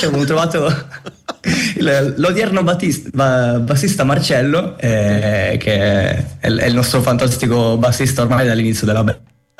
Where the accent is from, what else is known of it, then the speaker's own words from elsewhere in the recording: Sardinia, Italy; moved away as an adult; also born or lived in Cagliari; now in Turin, Italy; io sono arrivato qua a Torino nel 2021 come studente fuori sede. Sono della Sardegna. Sud Sardegna.